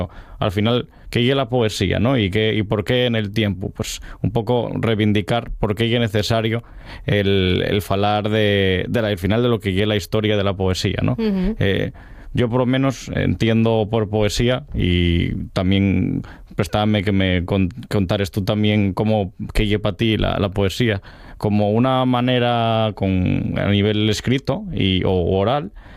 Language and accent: Spanish; Asturias, Spain